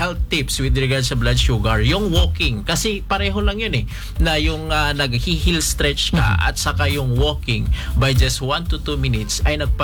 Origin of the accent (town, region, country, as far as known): Mindanao, Philippines